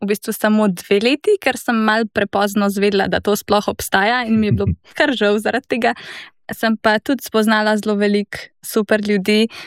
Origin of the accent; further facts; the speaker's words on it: Begunje pri Cerknici, Littoral–Inner Carniola, Slovenia; prihajam iz Begum pri Cerkanci